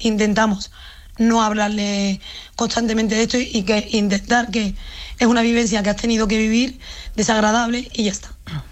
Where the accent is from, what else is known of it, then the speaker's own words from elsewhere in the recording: Ceuta, Spain; Los vecinos de Ceuta, como están acostumbrados a esto, sí que es verdad que no lo saben perfectamente. Somos iguales. Esta tierra nos duele a todos los ceutíes.